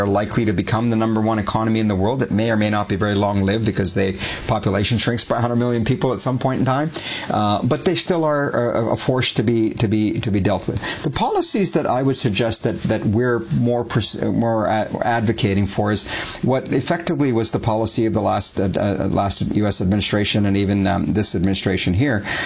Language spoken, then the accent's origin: English; Canada